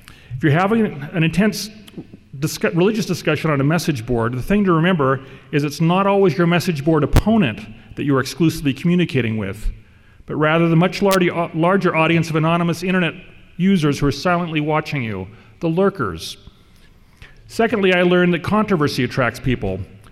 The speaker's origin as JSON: {"language": "English", "town": "Redding", "region": "California", "country": "United States", "said": "I hate to tell you this, I'm from Redding, California"}